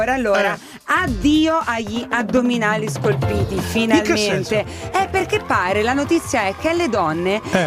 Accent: Rome, Lazio, Italy; vengo da Roma.

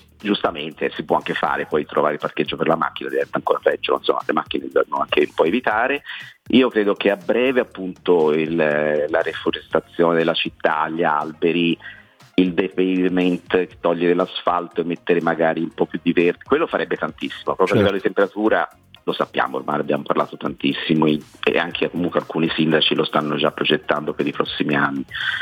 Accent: Florence, Tuscany, Italy; sono fiorentino

